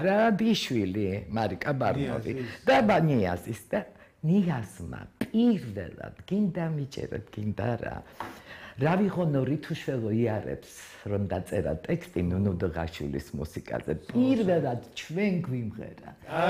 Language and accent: Georgian; Tbilisi, Georgia; და ნამდვილად დავიბადე ლეჩკომბინატში, ვაკეში.